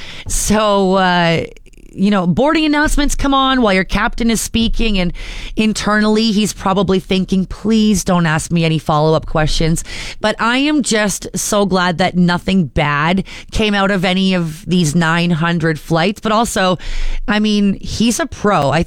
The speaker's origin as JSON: {"language": "English", "town": "Barrie", "region": "Ontario", "country": "Canada", "tie": "born or raised there", "said": "my hometown of Barrie, Ontario."}